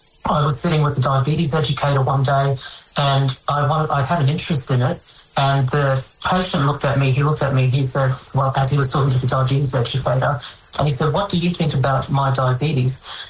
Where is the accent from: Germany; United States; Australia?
Australia; Bundaberg, Queensland; I grew up in Bundaberg, my hometown.